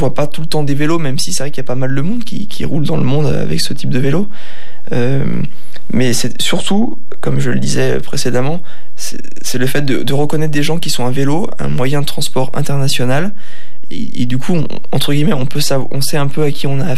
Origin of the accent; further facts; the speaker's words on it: France; oublier qu'on est français, oublier un peu d'où on vient